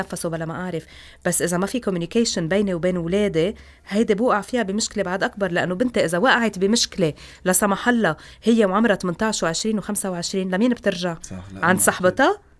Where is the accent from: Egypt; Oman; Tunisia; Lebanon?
Lebanon; نحن كلبنانيه